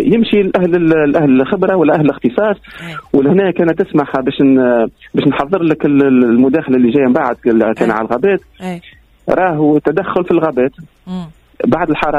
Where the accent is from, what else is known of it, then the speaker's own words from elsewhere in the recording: Tunisia; نحن عندنا في تونس